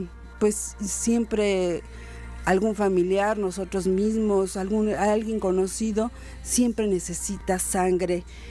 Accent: Mexico; pues este gran evento que tenemos como mexicanos, este evento donde México juega el día de hoy

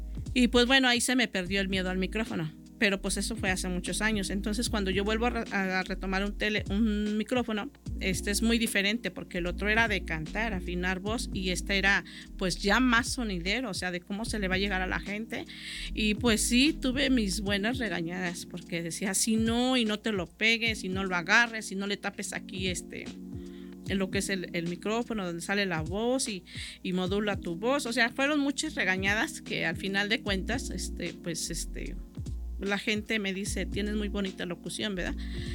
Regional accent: San Luis Potosí, Mexico; yo soy de San Luis Potosí.

